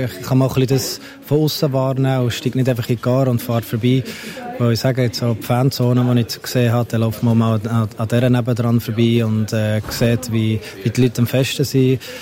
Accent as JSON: {"language": "German", "country": "Switzerland", "said": "Wir sind hier in Zürich, wir können mit den Leuten im Hotel Schweizerdeutsch reden."}